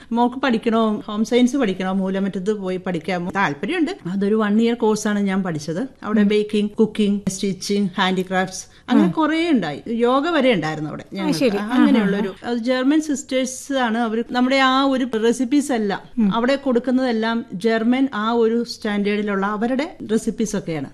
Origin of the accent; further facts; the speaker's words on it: Thodupuzha, Kerala, India; എന്റെ നാട് തൊടുപുഴയാണ്.